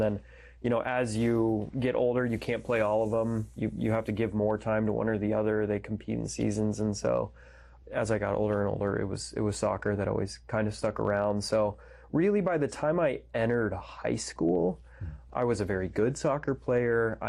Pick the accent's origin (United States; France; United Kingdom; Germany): United States; Denver, Colorado; I'm from Denver, Colorado. Was baptized.